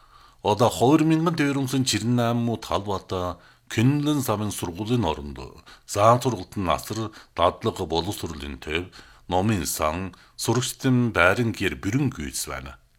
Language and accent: Mongolian; Hotan, Xinjiang, China; Би болвол энэ төрж өссөн хотан хүм болно.